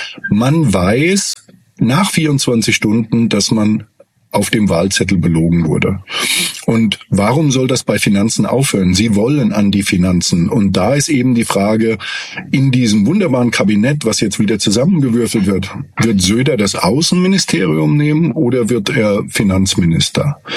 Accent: Germany

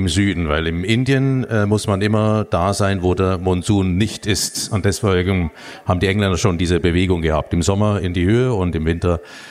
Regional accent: Bern, Switzerland; also born or lived in India; ich bin gebürtiger Berner

